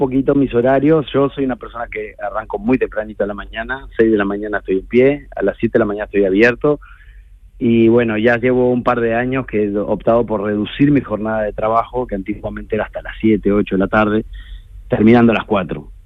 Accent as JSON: {"language": "Spanish", "country": "Uruguay", "moved": "yes", "lives_now": "Málaga, Spain", "said": "Yo soy de Uruguay"}